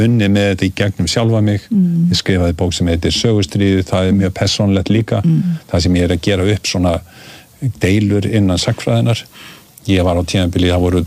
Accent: United States; ég kem frá Bandaríkjunum það sem debati var bara hluti af náminu

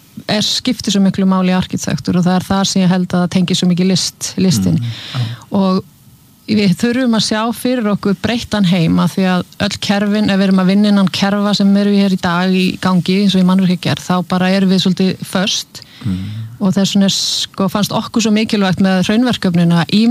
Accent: Húsavík, Northeastern Region, Iceland; Já Ég er frá Húsavík

